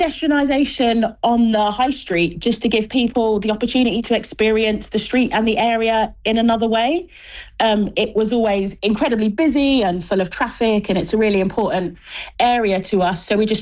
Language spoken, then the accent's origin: English; London, United Kingdom; I grew up in Camden.